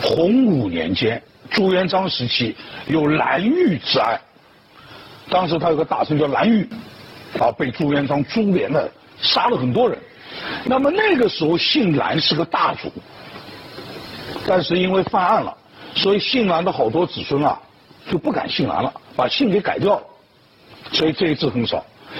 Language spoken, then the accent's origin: Chinese; Jiangsu-Zhejiang, China; 我老家江浙一带